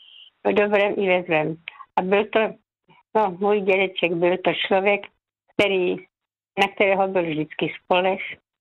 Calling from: Znojmo, South Moravian Region, Czechia; A jsem posluchačka ze Znojma z penzionu u Kauflandu.

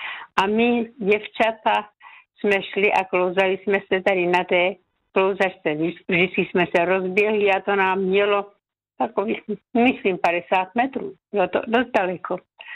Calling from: Znojmo, South Moravian Region, Czechia; jsem posluchačka ze Znojma z penzionu u Kauflandu

